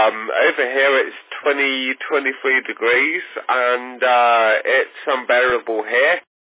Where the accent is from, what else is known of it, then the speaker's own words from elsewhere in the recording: Bournemouth, South West England, United Kingdom; moved away as an adult; now in Magherafelt, United Kingdom; I'm originally from Bournemouth in England. But I moved here when I was 18, so I'm in a small town called Magrafell, and that's between Belfast City and Derry City